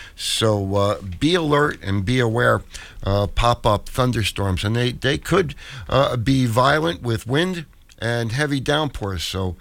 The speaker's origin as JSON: {"language": "English", "town": "Woodbridge Township", "region": "New Jersey", "country": "United States", "tie": "born or raised there", "said": "Avenel, just up the road, part of Woodbridge Township, my hometown."}